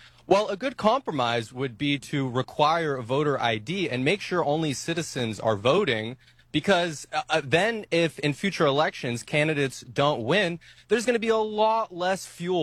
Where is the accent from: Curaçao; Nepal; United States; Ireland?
United States; Los Angeles, California; I am from, to add a personal note to this, I am from Los Angeles, so I'm well aware how the California voting system has worked